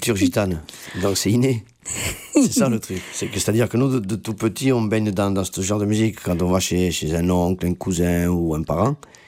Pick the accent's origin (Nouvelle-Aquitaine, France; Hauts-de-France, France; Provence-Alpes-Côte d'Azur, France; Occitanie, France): Occitanie, France; Carcassonne; nous sommes originaires de Carcassonne.